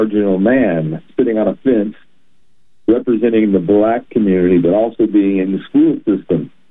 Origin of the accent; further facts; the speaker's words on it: Berkeley, California, United States; Well, what happened to me was I was from Berkeley, California, and when I came here